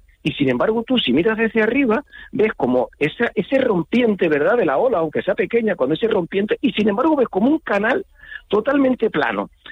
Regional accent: Canary Islands, Spain

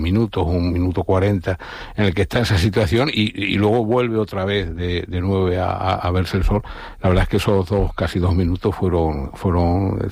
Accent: Extremadura, Spain; yo soy extremeño, también tengo residencia en Badajoz

